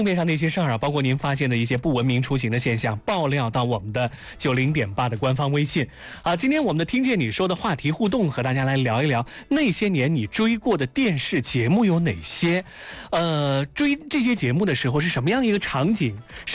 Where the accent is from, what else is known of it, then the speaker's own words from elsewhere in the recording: Hefei, Anhui, China; 咱们合肥人特别能吃，特别爱吃，特别会吃。